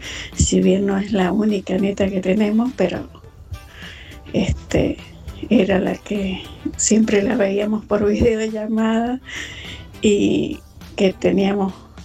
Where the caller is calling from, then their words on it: Mendoza, Argentina; Soy de Mendoza